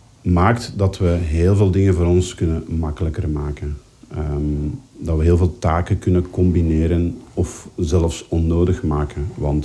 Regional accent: Belgium

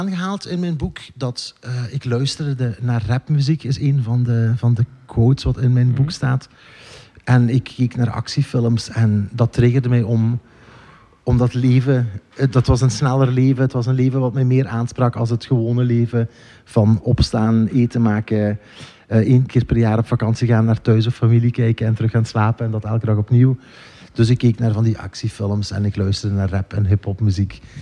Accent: Tongeren, Flanders, Belgium; ik ben opgegroeid in Tongeren

